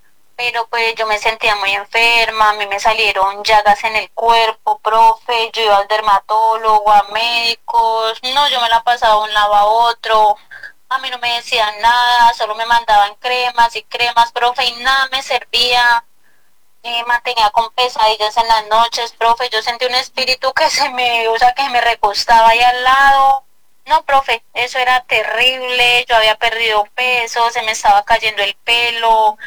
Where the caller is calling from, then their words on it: Villeta, Cundinamarca, Colombia; Te llamo desde Villeta, Cundinamarca.